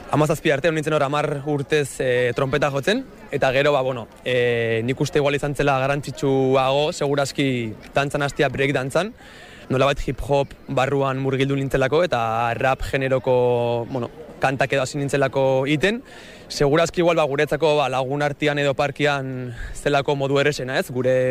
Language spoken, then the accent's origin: Basque; Oiartzun, Basque Country, Spain; born there; Oiartzungo musika eskolan